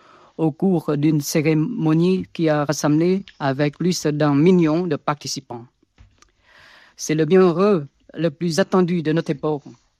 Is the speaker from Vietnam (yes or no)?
yes; Vietnam; Je viens du Vietnam. Je m'attache au lycée d'Avignon.